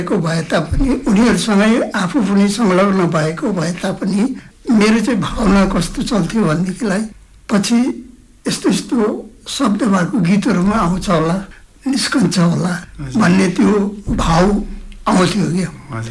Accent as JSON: {"language": "Nepali", "town": "Darjeeling", "region": "West Bengal", "country": "India", "tie": "born or raised there", "said": "मेरो जन्म बतासे फुलबारी गाउँ घुम दार्जिलिङमा भएको हो र मेरो यो पुर्ख्यौली घरमा नै म जन्मेको हुना कारणले गर्दामा त्यहाँदेखि बाहिर म कतै मेरो बसोबासो हुन सकेको थिएन।"}